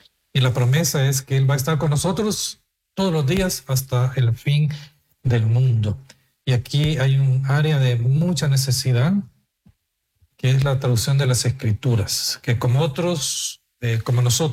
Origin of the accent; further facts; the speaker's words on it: El Salvador; moved away; yo fui pastor por muchos años, ¿verdad? En El Salvador, en mi país, en la Iglesia Bautista Miramonte